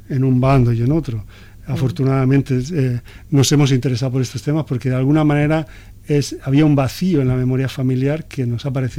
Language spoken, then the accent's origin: Spanish; Valencian Community, Spain; yo soy del sur de Alicante